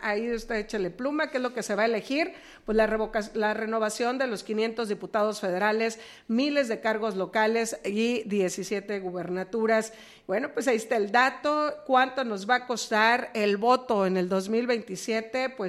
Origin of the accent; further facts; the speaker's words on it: Mexico; la única responsabilidad que tenemos como mexicanos es ir a emitir el voto en las elecciones